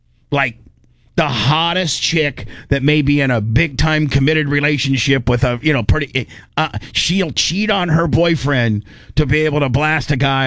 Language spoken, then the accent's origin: English; Warsaw, Indiana, United States; I'm from Warsaw.